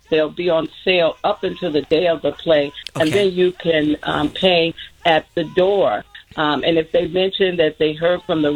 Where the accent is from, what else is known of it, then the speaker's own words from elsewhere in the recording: Chicago, Illinois, United States; now in Georgia, United States; I reside now in Georgia, although I was born and raised in Chicago.